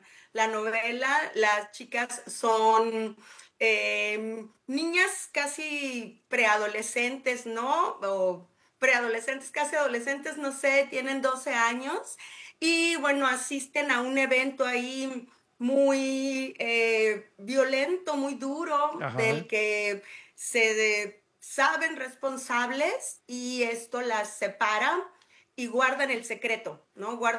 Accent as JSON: {"language": "Spanish", "country": "Mexico", "said": "es una locura que soy la quinta mexicana en ganarlo, ¿no? Y la segunda mujer mexicana después de Lenita Poniatowska, imagínate."}